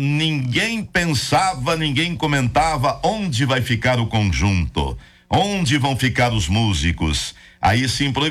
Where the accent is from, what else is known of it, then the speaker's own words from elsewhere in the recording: Concórdia, Santa Catarina, Brazil; Aqueles tradicionais do nosso interior de Concórdia